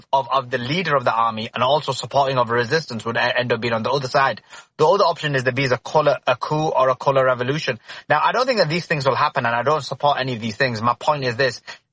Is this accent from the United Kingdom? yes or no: yes; United Kingdom; born there; my origins are Pakistani. I'm a British born, obviously third generation, but the point is this.